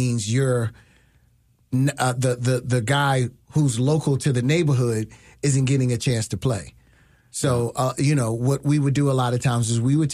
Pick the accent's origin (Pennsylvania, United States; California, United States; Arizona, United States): Pennsylvania, United States; Philadelphia; born or raised there